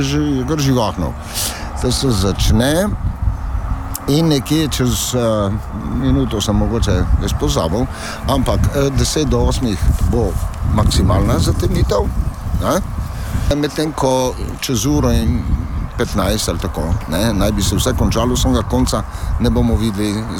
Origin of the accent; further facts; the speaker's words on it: Slovenian Littoral, Slovenia; Primorci smo sprivilegirani tukaj